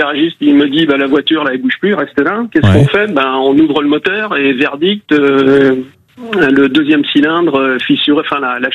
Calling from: Nouvelle-Aquitaine, France; je suis entre Poitiers et Limoges, donc il fait très chaud.

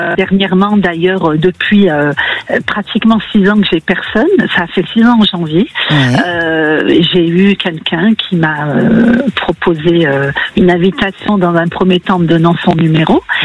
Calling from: Auvergne-Rhône-Alpes, France; de la région lyonnaise.

